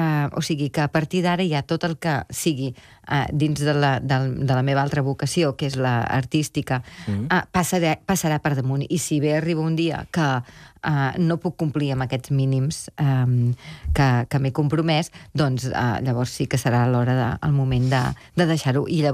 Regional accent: Catalonia, Spain; Com a bona catalana.

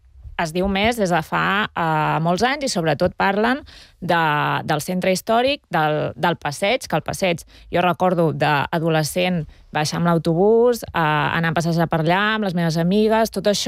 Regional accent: Berga, Catalonia, Spain; jo sóc de Berga, Manresa queda a prop

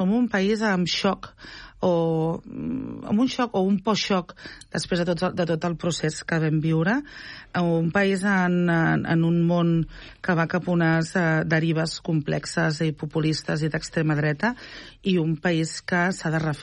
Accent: Catalonia, Spain; com a catalana

